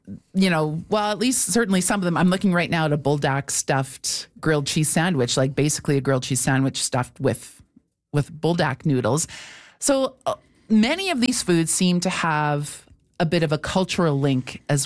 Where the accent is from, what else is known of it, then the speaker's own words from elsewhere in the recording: Alberta, Canada; growing up in Northern Alberta, it was a lot of meat and potatoes